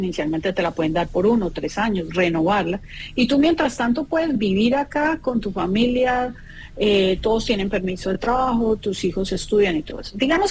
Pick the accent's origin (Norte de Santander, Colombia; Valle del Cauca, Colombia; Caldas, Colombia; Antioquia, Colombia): Valle del Cauca, Colombia; Cartago; moved away as an adult; Esa fue la visa con la que yo soy inmigrante hace 30 años. Soy de Cartago, Valle.